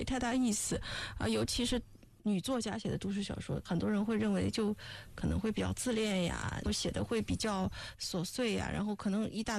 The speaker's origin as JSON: {"language": "Chinese", "region": "southern China", "country": "China", "said": "虽然我是南方人"}